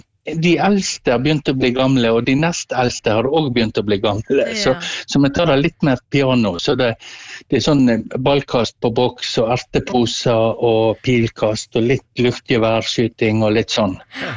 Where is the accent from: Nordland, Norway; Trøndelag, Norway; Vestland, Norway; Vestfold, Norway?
Vestland, Norway; Osterøy; Du, jeg befinner meg på Osterøy. Jeg er født og oppvokst og bor på Osterøy.